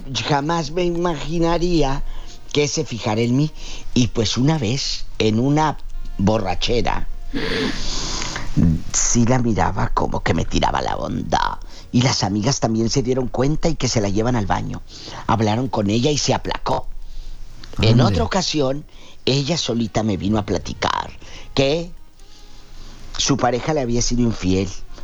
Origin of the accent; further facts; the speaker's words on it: Panindícuaro, Michoacán, Mexico; Soy de Michoacán, Diva. Ay, que de allá es el municipio.